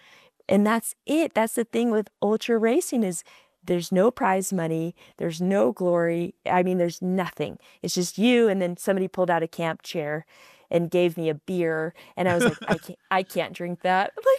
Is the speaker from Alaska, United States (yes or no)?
yes; Alaska, United States; And I'm from Alaska.